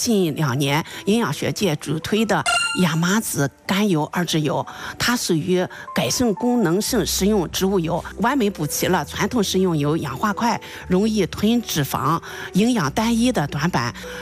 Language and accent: Chinese; Shandong, China; 我们山东人